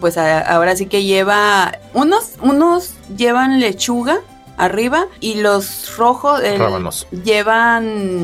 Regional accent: Baja California, Mexico; los que somos aquí norteños del noroeste, por favor, sí, que somos más de Baja California

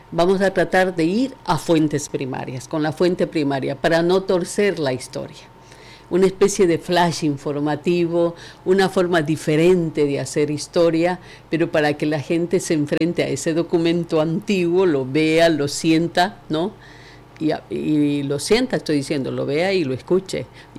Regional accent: Jipijapa, Manabí, Ecuador; now in Manta, Ecuador; yo no soy de Manta, yo soy de Jipijapa. Amo a Jipijapa, pero desde que yo estoy aquí en Manta, desde el 97 que vivo en Manta, comencé a amar esta tierra.

